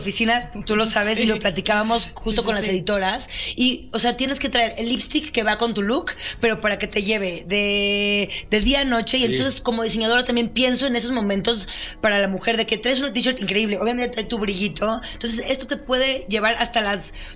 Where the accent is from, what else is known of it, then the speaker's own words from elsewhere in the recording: San Luis Potosí, Mexico; also born or lived in London; now in Mexico City, Mexico; cuando yo llegué aquí a México en 2009, a la ciudad, porque yo soy de San Luis Potosí, y después me fui a estudiar a Londres